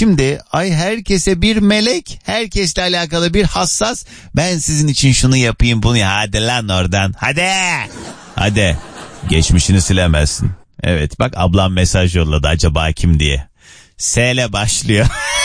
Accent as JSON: {"language": "Turkish", "region": "Kars", "country": "Turkey", "said": "Yani ben de hani aynı yöre insanıyım, Karslıyım."}